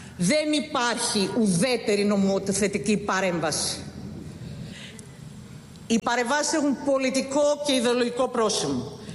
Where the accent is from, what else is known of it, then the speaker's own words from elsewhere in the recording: Peloponnese, Greece; ως Πελοποννήσια